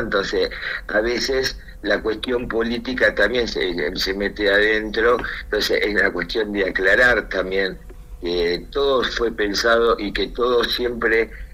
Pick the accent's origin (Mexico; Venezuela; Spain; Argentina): Argentina; Ensenada, Buenos Aires Province; los que vivimos muchos años en Ensenada y los que nacimos en Ensenada